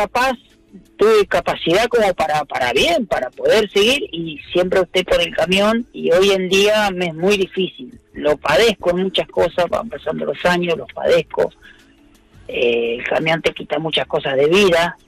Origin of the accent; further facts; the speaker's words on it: Mar del Plata, Buenos Aires Province, Argentina; Nativo de Mar del Plata.